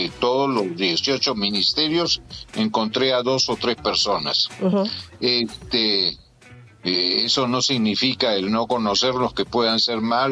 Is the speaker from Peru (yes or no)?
yes; Peru